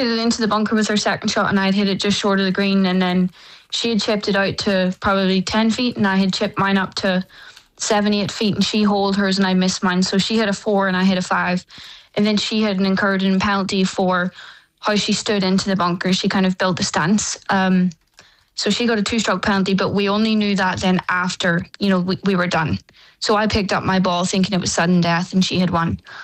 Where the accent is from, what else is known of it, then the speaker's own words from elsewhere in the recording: Ireland; being Irish and playing in your national open is always going to be very, very special.